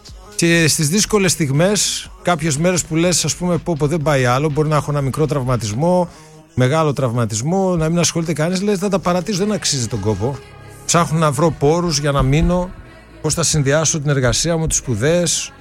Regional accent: Greece; ενώ είμαστε Έλληνες.

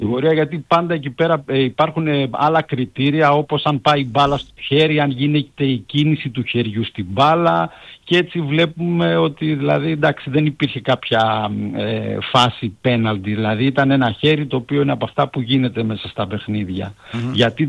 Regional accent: Northern Greece, Greece; είμαι και από τη Βόρεια Ελλάδα.

